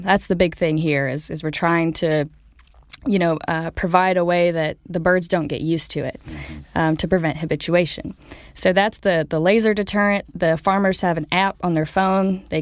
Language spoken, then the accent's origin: English; Georgia, United States; Yeah, I'm originally from Georgia, so Kansas is very foreign to me.